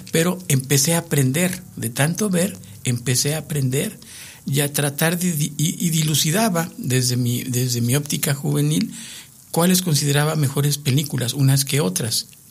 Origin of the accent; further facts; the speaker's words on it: San Miguel de Cruces, Durango, Mexico; moved away; Para un joven de provincia que llega hasta la Ciudad de México, que viene de la Sierra de Durango, pues no es fácil el camino. Trae uno, San Miguel de Cruces, mi pueblo natal